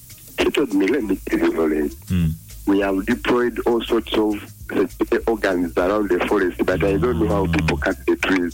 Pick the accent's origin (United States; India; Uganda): Uganda; Mukono, Central Region; from Mukono.